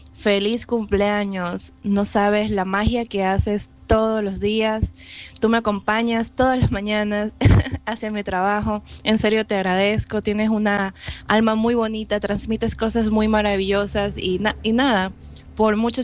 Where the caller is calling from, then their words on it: Guayaquil, Guayas, Ecuador; soy de la ciudad de Guayaquil